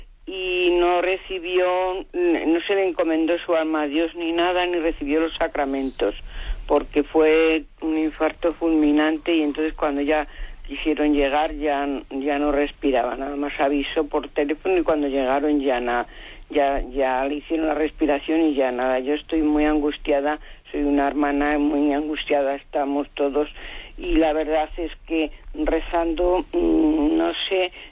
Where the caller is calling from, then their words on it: Salamanca, Castile and León, Spain; llamo de Salamanca.